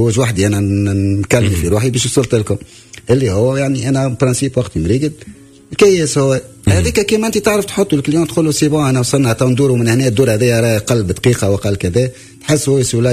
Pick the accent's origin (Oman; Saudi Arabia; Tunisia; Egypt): Tunisia; احنا توانسة